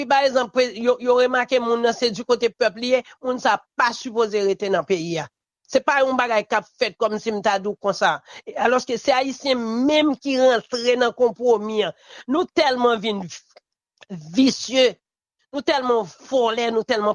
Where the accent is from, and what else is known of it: Haiti